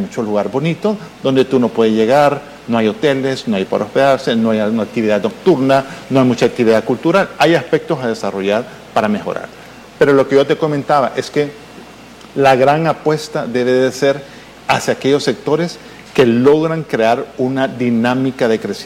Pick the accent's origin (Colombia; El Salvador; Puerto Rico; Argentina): El Salvador